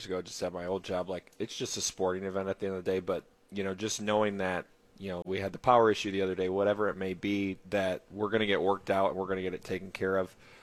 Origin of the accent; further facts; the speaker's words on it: Michigan, United States; I'm a kid from Michigan, and I get to work the PGA Tour event in my home state